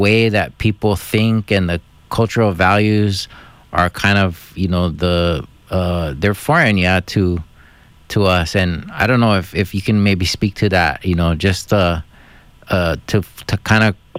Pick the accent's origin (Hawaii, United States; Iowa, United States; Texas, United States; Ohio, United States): Hawaii, United States